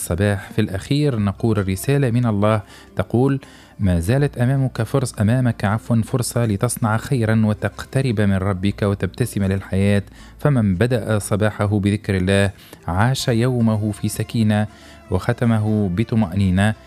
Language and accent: Arabic; Tunisia